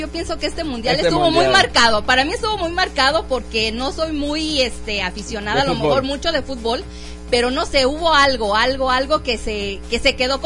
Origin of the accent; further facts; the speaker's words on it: Jalisco, Mexico; moved away; de allá somos de Jalisco